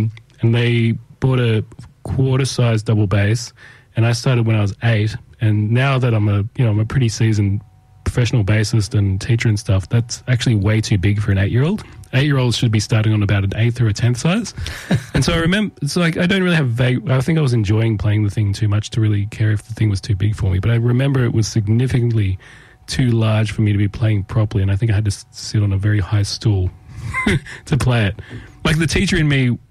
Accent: Tamworth, New South Wales, Australia; I grew up in Tamworth, yes.

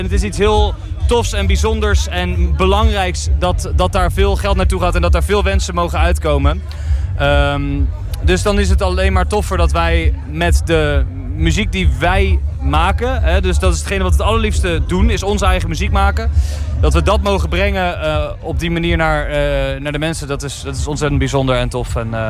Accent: Walcheren, Zeeland, Netherlands; Ja. Precies. We zitten nu in Zeeuws-Vlaanderen en wij komen van Walcheren.

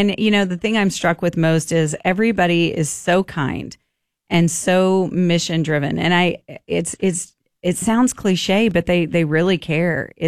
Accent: Illinois, United States; moved away; I grew up in Illinois, just an hour outside of St. Louis.

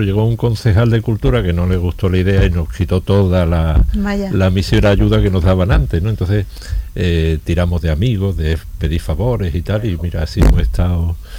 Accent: Málaga, Andalusia, Spain; somos malagueños

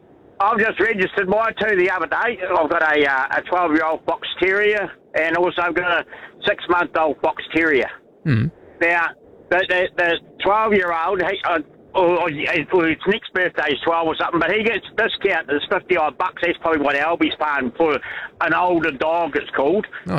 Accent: Canterbury, New Zealand; I was actually born and bred in the One-Eyed Cantabrian. And I was brought up in that Brighton area.

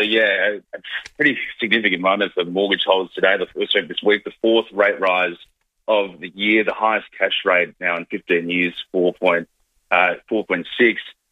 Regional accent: Sydney, New South Wales, Australia; I grew up in Sydney, and when you go on a road trip in Sydney

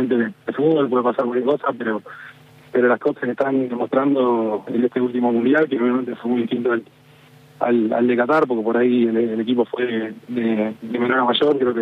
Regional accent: Argentina; yo como argentino te voy a decir que quiero ganar Argentina

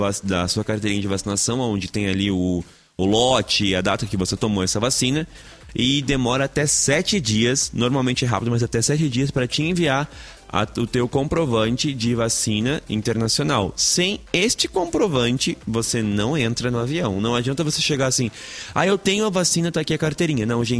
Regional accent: Brazil; A gente é brasileiro, gente.

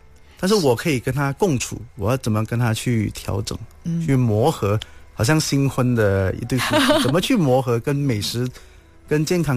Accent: Malaysia; 尤其是我们马来西亚人人均吃货嘛。

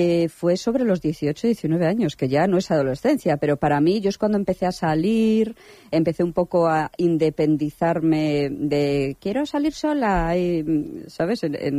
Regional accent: Torrelavega, Cantabria, Spain; born or raised there

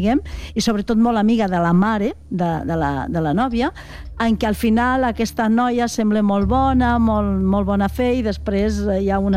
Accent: Estopanyà, Aragon, Spain; jo vaig en aquest poble a la Festa Major, perquè aquest poble, Casserres del Castell, és pedania del meu poble, d'Estopanyà del Castell

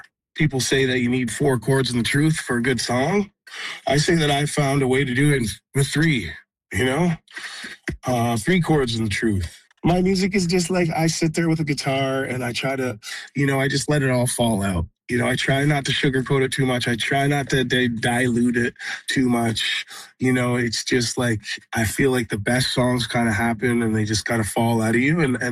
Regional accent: Six Nations, Ontario, Canada; You know, I come from Six Nations, you know, so we have a rich history of you know, amazing songwriters and storytellers

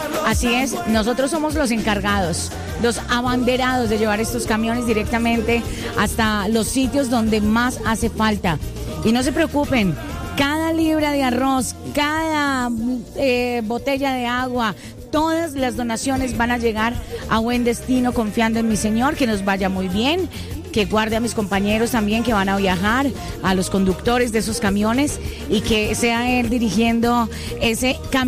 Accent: Colombia; Esos somos nosotros, los colombianos.

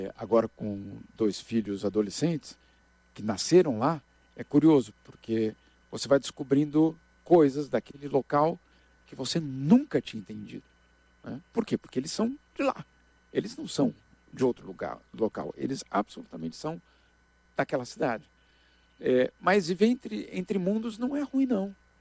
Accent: Brazil; É, eu sei que eu sou brasileiro. Eu só tenho passaporte brasileiro. Então eu tenho certeza que eu sou brasileiro.

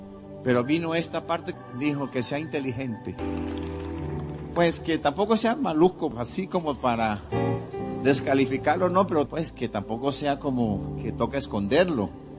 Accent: Caribbean Region, Colombia; me dijo, ¿tú vienes de la costa? Sí, yo vengo de la costa.

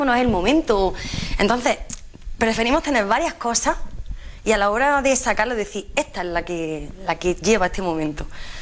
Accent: El Marmo, Andalusia, Spain; Además, bueno, mi pueblo, el Marmo, pueblo muy chiquito

